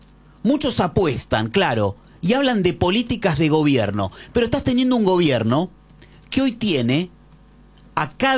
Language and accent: Spanish; Argentina; ¿Saben qué me pasa como argentino?